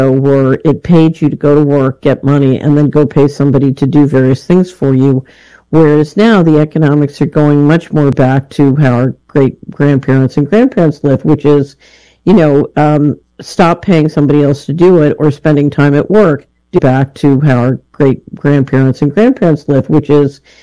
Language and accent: English; Philadelphia, Pennsylvania, United States; yeah, I grew up in West Philadelphia.